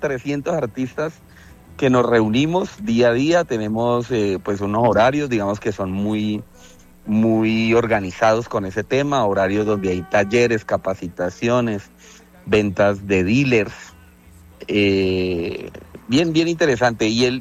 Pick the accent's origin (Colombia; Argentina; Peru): Colombia; nosotros los colombianos, o nosotros en Colombia estamos en Sudamérica